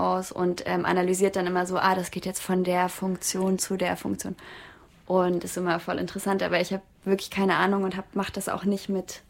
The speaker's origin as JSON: {"language": "German", "town": "Ilmenau", "region": "Thuringia", "country": "Germany", "tie": "born or raised there", "lives_now": "Leipzig, Germany", "said": "Genau, also ich wurde in Leipzig geboren und bin in Thüringen-Ilmenau aufgewachsen."}